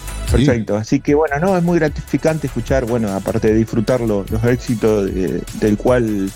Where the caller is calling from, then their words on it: Argentina; acá en Argentina no muchas no han llegado, pero bueno. Bueno, es lindo, o sea, me encanta, a mí me encanta la música retro y soy de generación X, ya tengo 50 años